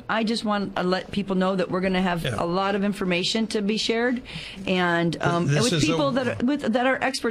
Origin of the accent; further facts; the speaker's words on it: San Luis Obispo, California, United States; somebody found out I was from San Luis Obispo